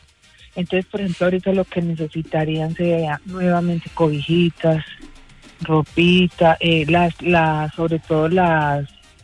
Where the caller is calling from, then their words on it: Pereira, Risaralda, Colombia; te llamo desde Pereira.